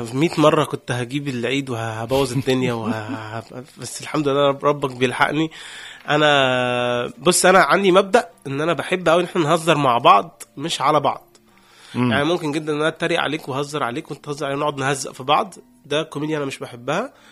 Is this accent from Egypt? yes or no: yes; Egypt; في الاخر انا مصري